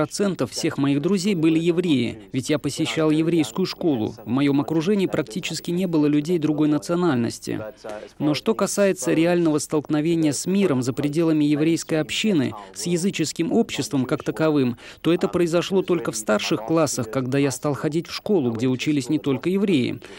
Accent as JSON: {"language": "Russian", "country": "South Africa", "tie": "born or raised there", "moved": "yes", "said": "Я вырос в Южной Африке."}